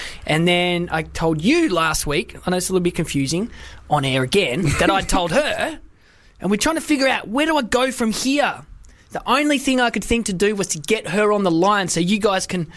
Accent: Australia; accent: Aussie; also born or lived in England; now in United Kingdom; I know I've got the accent of an Aussie, but I am English.

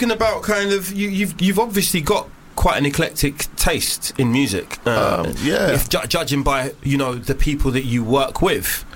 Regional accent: Nigeria; I'm Nigerian.

